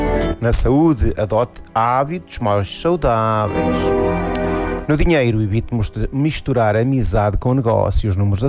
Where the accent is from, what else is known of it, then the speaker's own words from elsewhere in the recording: Sequeiros, Portugal; um hino à minha terra